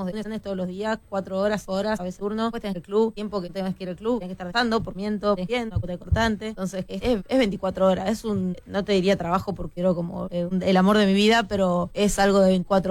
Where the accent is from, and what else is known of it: Argentina